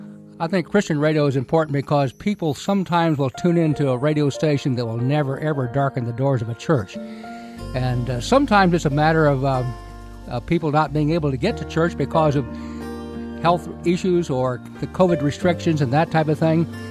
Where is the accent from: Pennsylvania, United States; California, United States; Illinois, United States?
Illinois, United States; Blandinsville; from Blandinsville, Illinois.